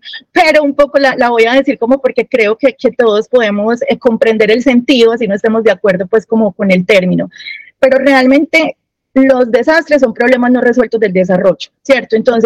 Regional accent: Colombia

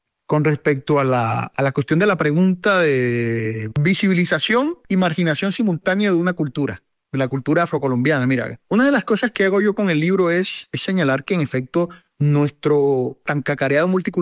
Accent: Cartagena, Bolívar, Colombia; En el caso concreto de ciudades como Cartagena, por ejemplo, la ciudad de donde yo soy

